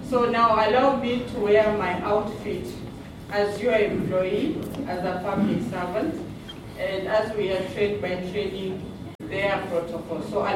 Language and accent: English; Kenya; I am a Kenyan as a matter of right.